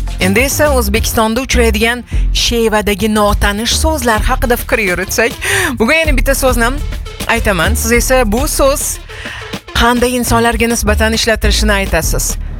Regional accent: Tashkent, Uzbekistan; accent: Tashkent dialect; Toshkent shevasini yomon ko'radiganlar bor nimagadir, lekin men masalan xafa bo'laman shevamizga tosh otishsa, chunki biz shu sheva bilan ulg'ayganmiz. Bizni bir bo'lagimiz, bu sheva qon-qonimizga singib ketgan

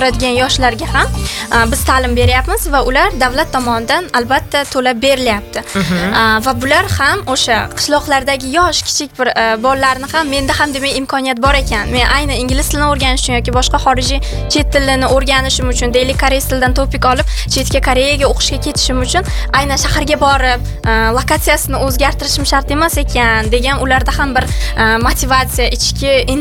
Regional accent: Payariq, Samarqand Region, Uzbekistan; born there; o'zim ham Samarqand viloyatidagi Payariq tumanida tug'ilganman.

